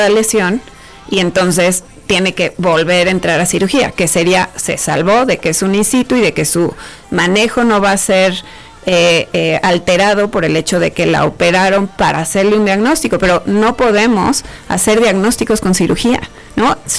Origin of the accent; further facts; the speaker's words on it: San Luis Potosí, Mexico; moved away; Por ejemplo, yo crecí en San Luis Potosí, ¿no? Ahí estudié medicina